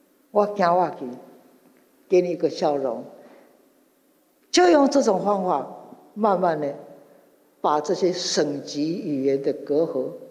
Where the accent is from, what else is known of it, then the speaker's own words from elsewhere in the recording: Yilan County, Taiwan; now in Kaohsiung, Taiwan; 我是宜兰人，我也知道，我在高雄那么久